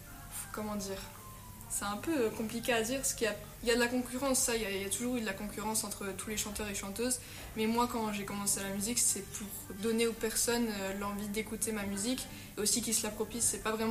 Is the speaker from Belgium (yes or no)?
yes; Arlon, Wallonia, Belgium; j'ai 18 ans, je suis originaire d'Arlon